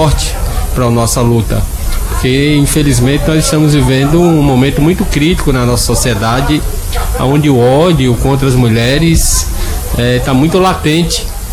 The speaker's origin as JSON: {"language": "Portuguese", "town": "Irecê", "region": "Bahia", "country": "Brazil", "said": "sou do interior de Irecê."}